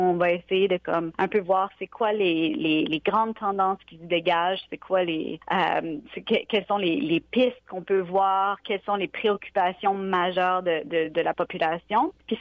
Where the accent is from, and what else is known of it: Moncton, New Brunswick, Canada; born or raised there